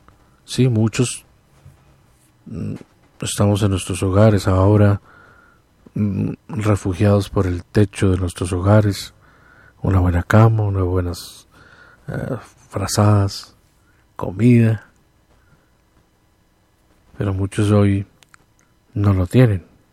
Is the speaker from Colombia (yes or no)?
yes; Colombia; Somos colombianos